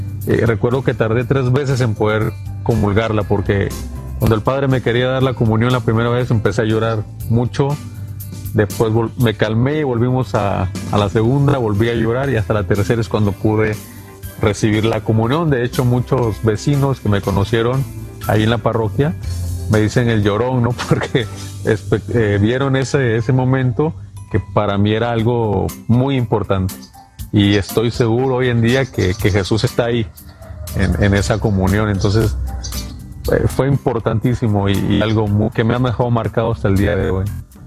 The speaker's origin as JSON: {"language": "Spanish", "country": "Honduras", "lives_now": "Mexico", "said": "Honduras de la Iglesia Católica. Ni un sacerdote, ni una catequista, nada. Nunca entré a una iglesia católica en mi país. Todo esto lo hice aquí en México, donde nace mi fe"}